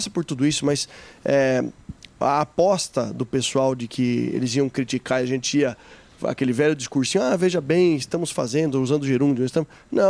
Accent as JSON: {"language": "Portuguese", "town": "Sorocaba", "region": "São Paulo", "country": "Brazil", "said": "pouca gente sabe, mas sabe que eu sou sorocabano"}